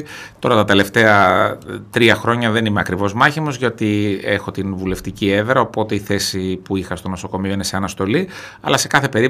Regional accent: Thessaloniki, Central Macedonia, Greece; also born or lived in Kilkis; ως ένας άνθρωπος που έχω μεγαλώσει στη Θεσσαλονίκη, έχω ζήσει στο Ελευθέριο Κορδελιό, έχω τελειώσει εκεί το σχολείο

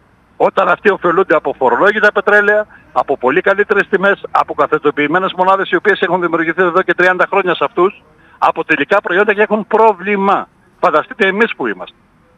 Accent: Greece; Είμαστε μια άλλη πάστα. Όχι γιατί είμαστε Έλληνες

